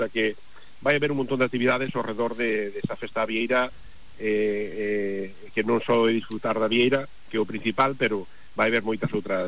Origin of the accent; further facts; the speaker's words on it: Cambados, Galicia, Spain; Sí, a verdade é que eu sempre digo unha frase, que eu son de Cambados